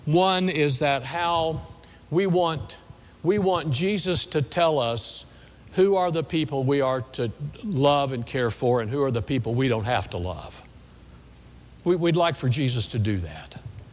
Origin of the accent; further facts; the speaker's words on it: West Virginia, United States; we're from West Virginia, we know how people look down upon us and stereotype us even before they know who we are.